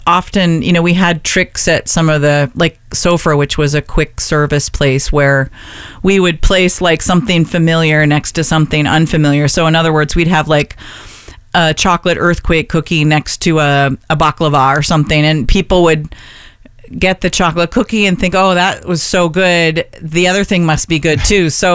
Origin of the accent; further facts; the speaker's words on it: Seattle, Washington, United States; especially I come from Seattle, Washington, from a Norwegian family on both sides